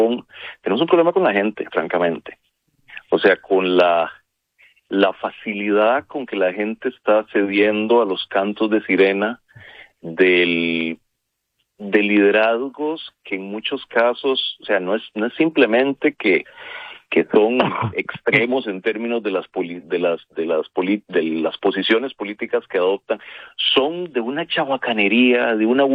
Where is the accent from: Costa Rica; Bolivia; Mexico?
Costa Rica; a mí me duele mucho como costarricense